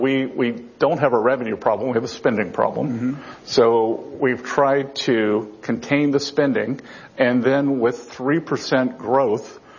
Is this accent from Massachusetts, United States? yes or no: no; Charleston, South Carolina, United States; My hometown in Charleston, Boeing is, it's where they build the Dreamliner.